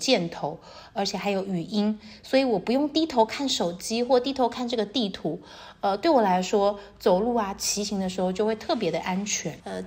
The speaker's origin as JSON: {"language": "Chinese", "country": "Taiwan", "lives_now": "Hangzhou, China", "said": "Hello， 大家好，"}